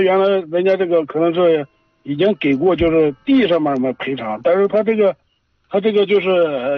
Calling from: Jiang County, Shanxi, China; 绛县，运城绛县那边。

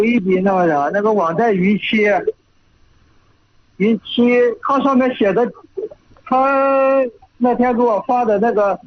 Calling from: Yuncheng, Shanxi, China; 我盐湖区的。

